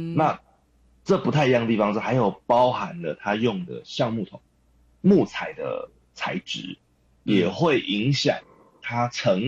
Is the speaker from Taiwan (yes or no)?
yes; Taiwan; 我们台湾人最最喜欢的